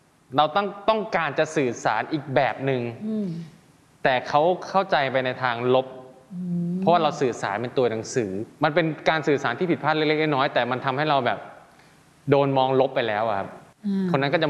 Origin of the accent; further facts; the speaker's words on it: Isan, Thailand; เราเป็นคนอีสานเราก็พูดอีสานไปเลย